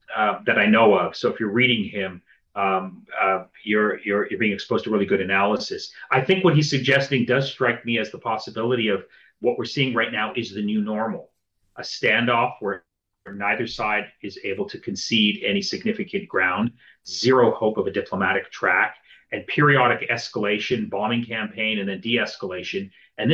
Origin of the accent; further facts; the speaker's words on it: Canada; I'm Canadian, Ian, so we have, a lot of friends and family who go to Cuba.